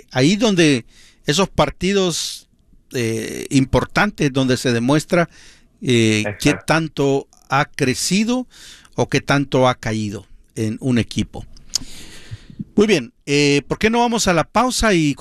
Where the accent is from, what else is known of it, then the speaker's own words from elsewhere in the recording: El Salvador; Como salvadoreño, eso sería tremendo, tremendo.